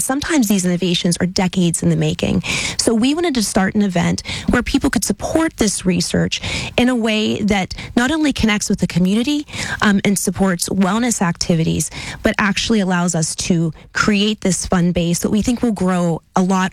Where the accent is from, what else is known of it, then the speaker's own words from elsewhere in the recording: Washington, Pennsylvania, United States; I'm from the region. I'm originally from Washington, PA